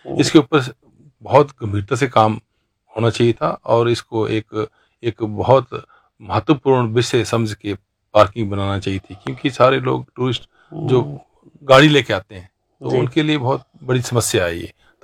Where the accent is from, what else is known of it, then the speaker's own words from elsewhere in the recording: Dharamkot, Himachal Pradesh, India; मैं धर्मकोट से हूं, धर्मकोट का स्थायी निवासी हूं, नीचे हमारा भागसूनाग आ गया, उसके नीचे हमारी दोसालनी एरिया आ गया, पूरा बहुत बड़ा गाँव है, वो भी मैकलोडगंज के समीप लगता है